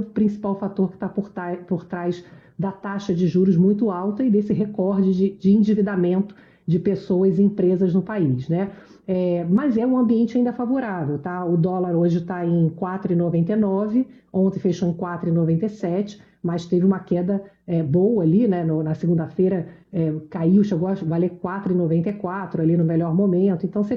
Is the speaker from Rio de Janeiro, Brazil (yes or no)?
yes; Rio de Janeiro, Brazil; now in São Paulo, Brazil; Estava rindo aqui que eu sou carioca. E eu me lembro que assim que eu cheguei em São Paulo...